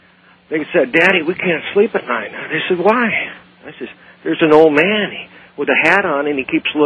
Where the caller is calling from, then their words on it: Bellevue, Nebraska, United States; I'm at Ground Zero, Bellevue, Nebraska.